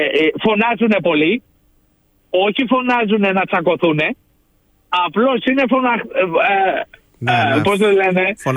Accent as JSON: {"language": "Greek", "country": "Greece", "tie": "born or raised there", "said": "εγώ μεγάλωσα στην Ελλάδα στις δεκαετία του 70"}